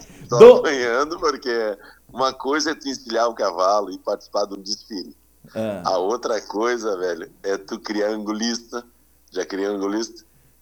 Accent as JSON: {"language": "Portuguese", "region": "Rio Grande do Sul", "country": "Brazil", "said": "Eu sou de Itapuã."}